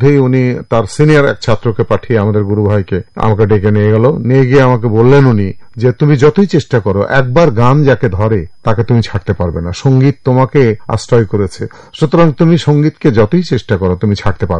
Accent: Khulna Division, Bangladesh; একেবারেই আমার জন্মটা যে ছোটবেলাটা ওইটা পূর্ববঙ্গ, ফলে আমাদের পূর্ববঙ্গের নদিয়া যখন দেশ ভাগ হওয়ার পরে দুই দিকেই কিন্তু আমাদের অবস্থান, ওদেশেও জমি জায়গা বাড়ি ঘর আছে, এদেশেও আছে।

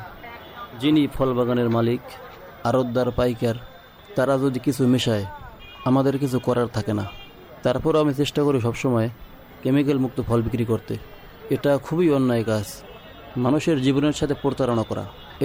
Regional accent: Manikganj District, Dhaka Division, Bangladesh; moved away as an adult; now in Dhaka, Bangladesh; মানিকগঞ্জ জেলার দৌলতপুর উপজেলার চরকাটের গ্রাম।

